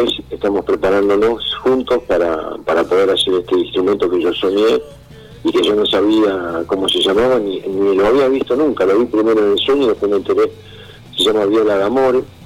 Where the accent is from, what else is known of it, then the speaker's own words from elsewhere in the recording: Quilmes, Buenos Aires Province, Argentina; born there; Sí, yo soy de Quilmes, sí, yo soy quilmeño.